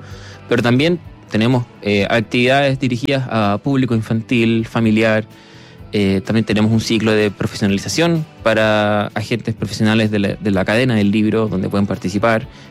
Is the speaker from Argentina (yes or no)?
no; Santiago, Santiago Metropolitan Region, Chile; Soy un nacido y criado en Santiago.